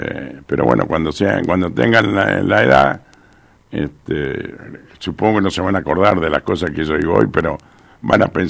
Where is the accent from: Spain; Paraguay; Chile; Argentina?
Argentina